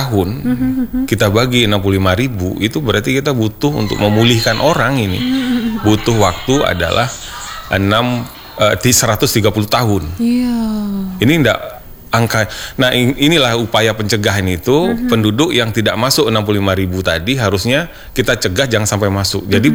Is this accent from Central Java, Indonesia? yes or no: yes; Central Java, Indonesia; karena saya tadi udah cerita saya dari Jawa Tengah itu menggunakan media sosial.